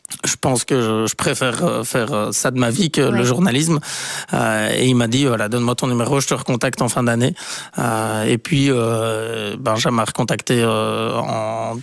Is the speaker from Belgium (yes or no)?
yes; Bastogne, Wallonia, Belgium; moved away as an adult; Alors moi je viens de Bastogne.